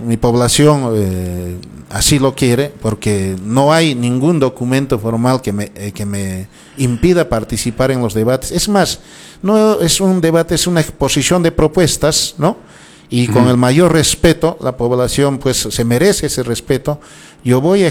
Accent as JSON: {"language": "Spanish", "town": "Lamay", "region": "Cusco", "country": "Peru", "said": "nuestra candidatura está firme en nuestro pueblo de Lamay, queridos conciudadanos, y las 13 comunidades de mi distrito de Lamay."}